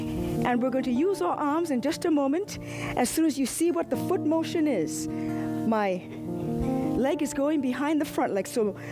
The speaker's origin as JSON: {"language": "English", "town": "Boston", "region": "Massachusetts", "country": "United States", "said": "I am your host today … I'm a physician from Boston."}